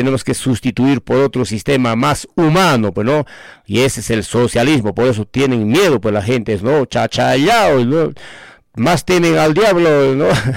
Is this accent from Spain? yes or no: no; Ayacucho, Peru; yo conozco esa parte porque es mi tierra y me siento orgulloso, pues, ¿no?, de ser breapampino.